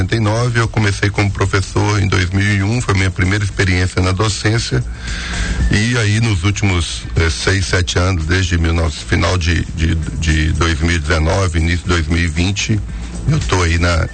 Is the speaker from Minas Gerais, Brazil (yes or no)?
yes; Ipatinga, Minas Gerais, Brazil; also born or lived in Coronel Fabriciano; Sou daqui de Coronel Fabriciano, mas sempre morei em Ipatinga, e saí só para estudar, né? Para fazer fisioterapia. E depois a gente voltou.